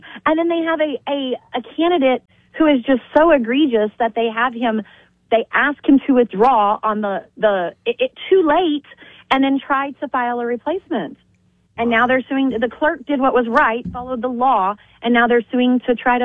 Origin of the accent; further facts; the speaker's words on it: New Mexico, United States; I'm from Sierra County. I represent Socorro, Sierra, and Doñana, very rural part.